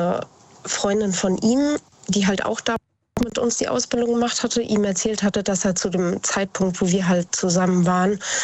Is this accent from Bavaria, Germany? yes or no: no; Idstein, Hesse, Germany; Ich komme aus der Nähe von Wiesbaden. Ich komme aus Edstein.